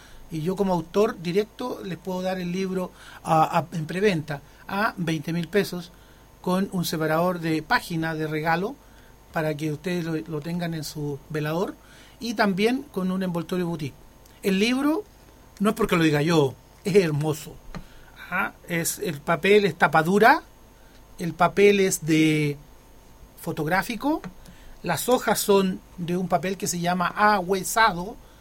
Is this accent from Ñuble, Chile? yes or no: yes; Yungay, Ñuble, Chile; also born or lived in Concepción / United States; estoy orgulloso del pueblo donde nací. Nací el 23 de agosto de 1967 en la ciudad de Yungay, región de Ñuble actual. Estudié en la escuela rural El Roble, donde aún vive mi mamá. Continué mis estudios en el liceo A17 de Yungay